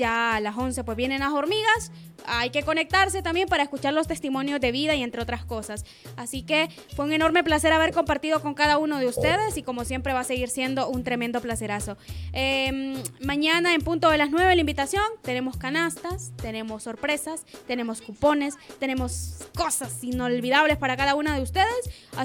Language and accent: Spanish; Intibucá, Honduras; Es que allá vamos a ir a dar a conocer que somos de Intibuca.